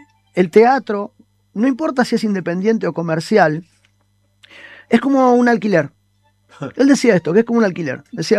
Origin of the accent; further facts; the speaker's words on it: San Martín, Buenos Aires Province, Argentina; yo soy lo voy a decir así, yo soy un negro de San Martín.